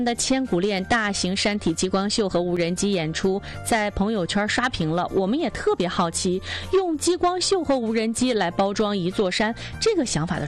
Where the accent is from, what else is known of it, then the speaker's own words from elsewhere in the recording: Jilin, China; 吉林市呢是我的家乡，我出生在吉林市，长在吉林市。